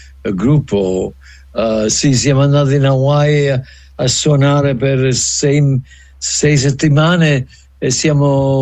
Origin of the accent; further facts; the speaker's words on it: Longi, Sicily, Italy; born or raised there; now in United States